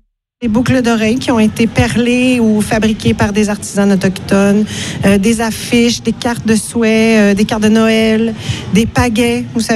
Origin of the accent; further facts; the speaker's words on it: Quebec, Canada; Bien sûr, du Québec.